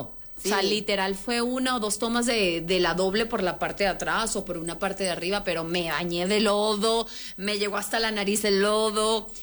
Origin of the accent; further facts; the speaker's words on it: Venezuela; moved away as an adult; now in Miami, United States; ya la situación en mi país, Venezuela, empezó a ponerse muy fea. Claro. Y mis papás como que, oye, mira, prefiero que te quedes allá y sigas creciendo con tus sueños, porque aquí la situación está muy difícil. Decido quedarme en Miami